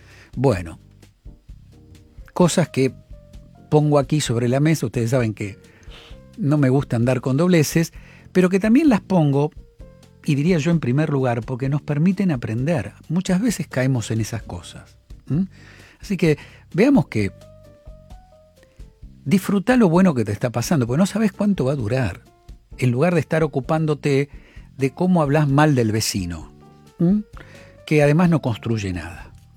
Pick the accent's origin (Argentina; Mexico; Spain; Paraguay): Argentina; no lo digo porque me toque como argentino